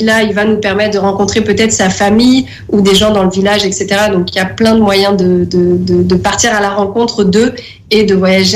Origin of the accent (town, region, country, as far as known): France